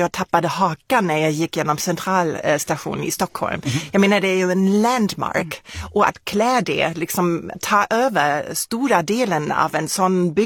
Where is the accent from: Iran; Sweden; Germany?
Germany; Det var jätte, jätte konstigt som tysk att gå där.